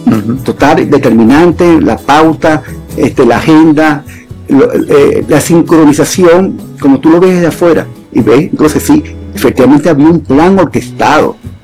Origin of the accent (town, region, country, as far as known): Venezuela